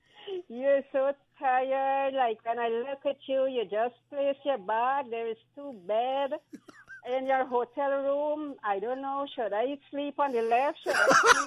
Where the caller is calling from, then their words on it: Diamond, Demerara-Mahaica, Guyana